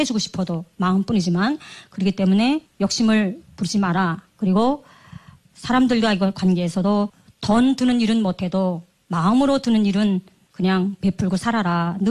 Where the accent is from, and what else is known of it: Sinuiju, North Pyongan, North Korea; born or raised there; now in South Korea